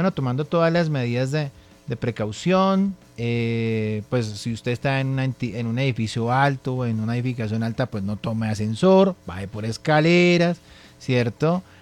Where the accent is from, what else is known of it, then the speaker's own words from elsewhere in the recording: Colombia; nosotros como colombianos